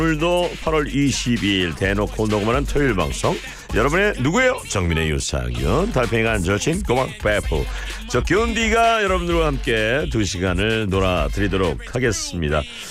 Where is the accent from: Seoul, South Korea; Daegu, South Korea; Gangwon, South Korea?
Seoul, South Korea; 서울에서 태어나서 지금까지 서울에 살고 있지 않습니까? 서울이 좀 이렇게 살기가 좀 각박한 곳이기도 하지만 근데 또 약간 그 대도시의 어떤 그 감성이 있거든요.